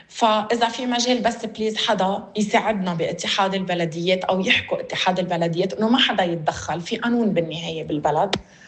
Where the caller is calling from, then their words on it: Aaraya, Mount Lebanon, Lebanon; نحن من سكان عريا، العقار 17-71.